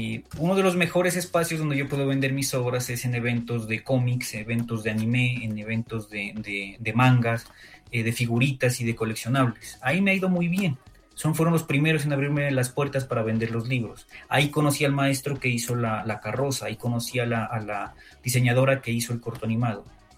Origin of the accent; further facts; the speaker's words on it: Nariño, Colombia; nuestra historia cultural como nariñenses, sino también como colombianos.